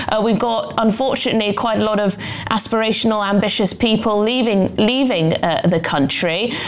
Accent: United Kingdom; as a Brit myself, this is a little bit depressing.

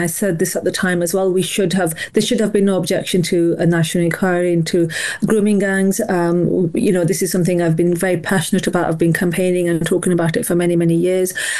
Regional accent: United Kingdom; Look, I'm a British Pakistani.

